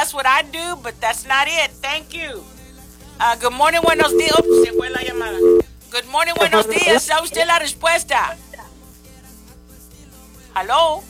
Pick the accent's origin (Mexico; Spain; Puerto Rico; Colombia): Mexico; yo siendo mexicana y luego cristiana y católica